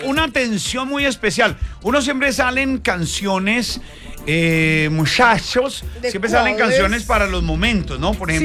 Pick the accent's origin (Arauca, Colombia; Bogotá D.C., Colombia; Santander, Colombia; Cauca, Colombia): Santander, Colombia; nos puede servir a nosotros, como colombianos, como santanderianos, como carrangueros